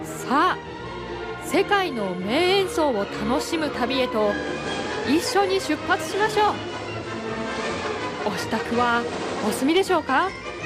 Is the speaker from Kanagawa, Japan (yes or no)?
no; Hachinohe, Aomori, Japan; 八戸出身ソプラノ歌手